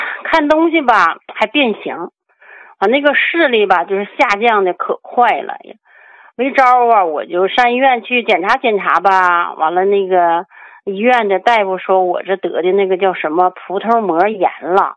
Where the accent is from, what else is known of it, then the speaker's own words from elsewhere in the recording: Shenyang, Liaoning, China; 王老师，我家是沈阳的。